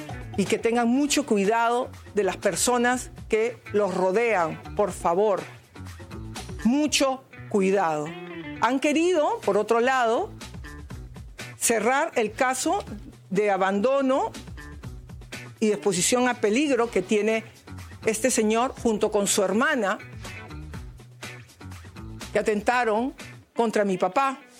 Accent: Peru; Yo le deseo, como madre, como hija, como peruana, lo mejor es de los éxitos.

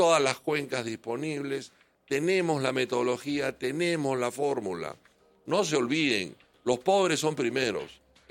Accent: Peru; que yo soy de izquierda, que tú eres de derecha. Todos somos peruanos.

